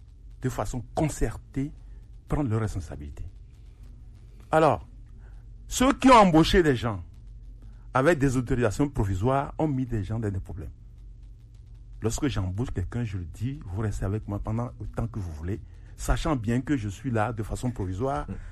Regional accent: Lomé, Maritime, Togo; born there; Je suis né dans le Golfe 4 à l'Omnava. À l'époque, c'était le 3e arrondissement.

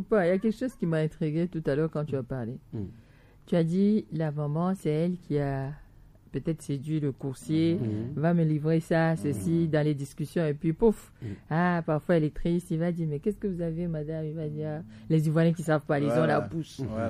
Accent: Togo; On est Togolais et chez nous, on a nos traditions ancestrales.

